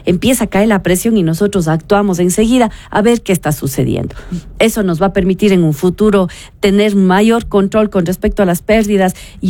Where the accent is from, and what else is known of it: Cuenca, Azuay, Ecuador